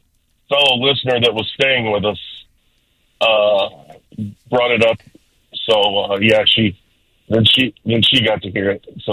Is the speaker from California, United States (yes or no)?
no; Festus, Missouri, United States; I grew up in Lower Jefferson County